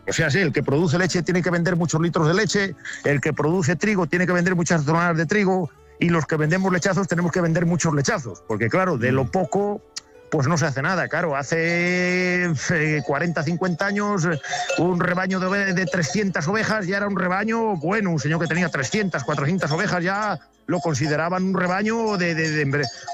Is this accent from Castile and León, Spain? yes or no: yes; Pobladura del Bernesga, Castile and León, Spain; Yo soy de los pueblos allí pegando a León Capital, allí del Alfoz de León. Soy, bueno, nacido y criado en Pobladura del Bernesga, pero bueno, vivo en Lorenzana